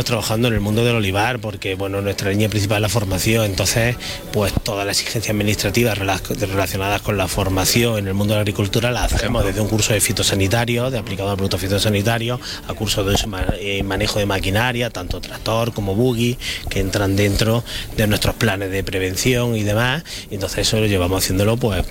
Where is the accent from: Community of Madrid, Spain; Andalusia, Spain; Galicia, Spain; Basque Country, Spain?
Andalusia, Spain; Úbeda; Yo soy pues más de Úbeda que los chicos Morcilla. Llevo Jaén por bandera.